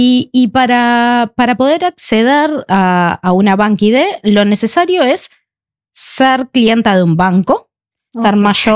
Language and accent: Spanish; Uruguay; moved away as an adult; also born or lived in Sweden; now in Norway; tu cédula de identidad, como le decimos en Uruguay